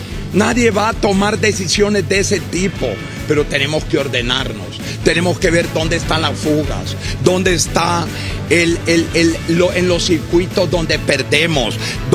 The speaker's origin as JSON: {"language": "Spanish", "country": "Honduras"}